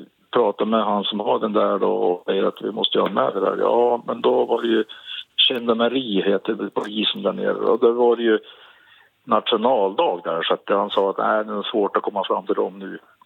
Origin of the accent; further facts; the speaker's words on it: Jämtland County, Sweden; att ja, men solen här är väl ungefär som hemma i Jämtland.